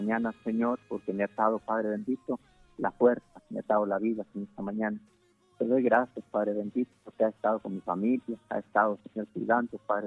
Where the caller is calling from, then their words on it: San Luis, Honduras; aquí de San Luis.